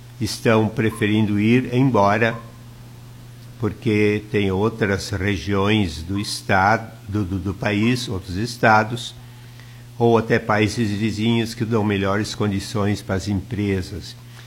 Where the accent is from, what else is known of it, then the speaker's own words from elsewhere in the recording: Rio Grande do Sul, Brazil; nós somos, além do Rio Grande do Sul, nós somos gaúchos e somos, ao mesmo tempo, também brasileiros.